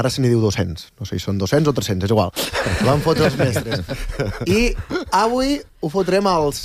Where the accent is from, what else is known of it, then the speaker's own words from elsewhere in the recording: Lleida, Catalonia, Spain; jo soc de Lleida.